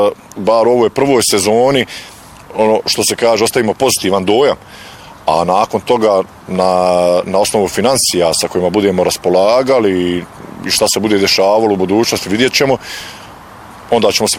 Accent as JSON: {"language": "Bosnian", "country": "Bosnia & Herzegovina", "said": "tako bi trebalo bude naravno i kod nas u Bosni i Hercegovini"}